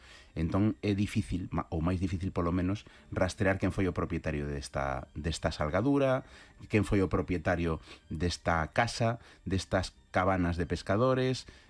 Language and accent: Galician; A Coruña, Galicia, Spain; Eu como coruñés de neno paseaba moito polo porto.